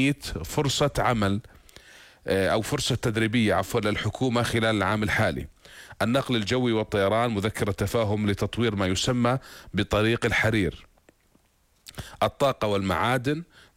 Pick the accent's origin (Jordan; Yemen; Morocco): Jordan